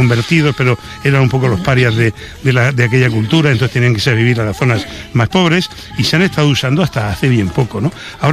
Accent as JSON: {"language": "Spanish", "region": "Region of Murcia", "country": "Spain"}